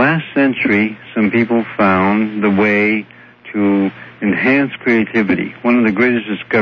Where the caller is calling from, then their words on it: Santa Cruz, California, United States; I'm in Santa Cruz area.